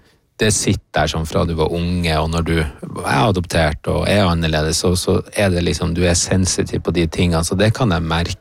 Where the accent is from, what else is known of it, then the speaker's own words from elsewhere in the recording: Troms, Norway; also born or lived in Colombia; når vi var ute og lekte i nabolaget her på Kvaløya